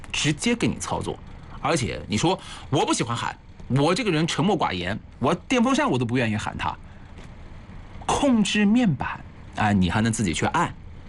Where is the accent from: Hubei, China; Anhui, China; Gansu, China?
Anhui, China; Hefei; accent: Hefei dialect; 我们合肥话